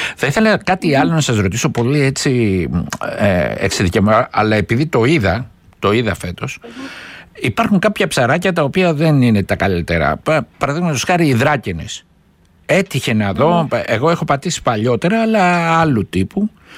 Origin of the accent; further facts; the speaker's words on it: Greece; Μην ξεχνάμε, γιατί ως Έλληνες κρύβουμε και ένα μικρό γιατρό μέσα μας, έτσι.